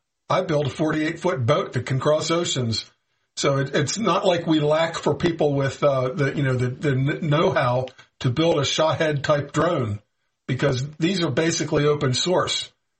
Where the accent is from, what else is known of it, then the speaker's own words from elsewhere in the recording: United States; as an American growing up.